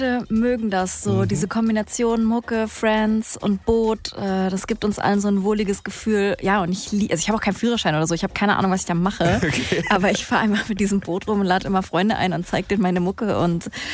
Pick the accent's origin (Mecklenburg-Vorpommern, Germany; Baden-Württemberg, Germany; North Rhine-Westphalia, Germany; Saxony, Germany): Saxony, Germany; Da spiele ich auf dem Highfield. Das ist die Ecke, wo ich herkomme.